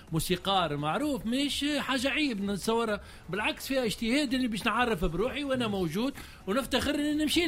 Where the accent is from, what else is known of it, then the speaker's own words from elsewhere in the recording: Tunisia; أنا اليوم أنا نقابي تونسي